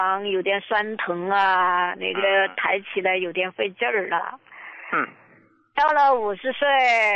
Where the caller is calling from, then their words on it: Chongqing, China; 我是重庆这边的患者，我也是你们的老用户了呀